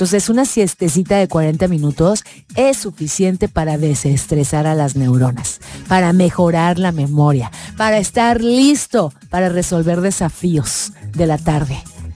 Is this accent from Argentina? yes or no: no; Mexico; Es que como los mexicanos nos dan la mano y agarramos el pie.